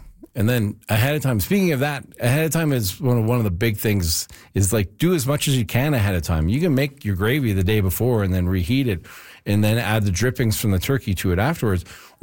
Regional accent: Sherwood Park, Alberta, Canada; I'm from outside of Edmonton. I'm from Sherwood Park, and there's a lot of Ukrainian folks up there.

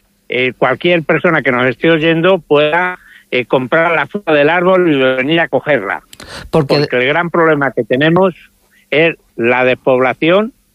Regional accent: San Lorenzo, Castile and León, Spain; yo soy de San Lorenzo, que es un pueblecito que está aquí al lado, y yo arrendé esta finca, pero yo no soy de aquí ni llevo muchos años.

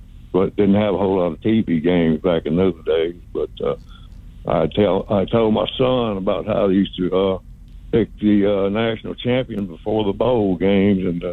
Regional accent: Baton Rouge, Louisiana, United States; Lincoln County, Mississippi, and I'm from Baton Rouge. I was born and raised in Baton Rouge

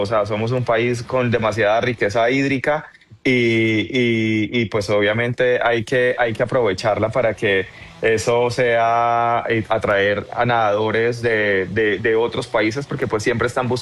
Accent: Colombia; yo estoy representando a Colombia, porque pues soy nadador colombiano.

